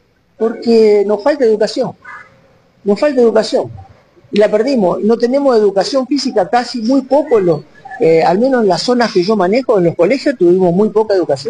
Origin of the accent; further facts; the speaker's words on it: Máximo Paz, Santa Fe, Argentina; also born or lived in Chile / Rosario; yo cuando me volví de Chile a vivir a Rosario, a mi ciudad, o yo, mejor dicho, soy de Máximo Paz, un pueblo de aquí del sur de Santa Fe, yo volví ahí